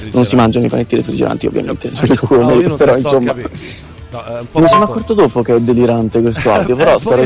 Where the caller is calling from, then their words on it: Apulia, Italy; essendo pugliese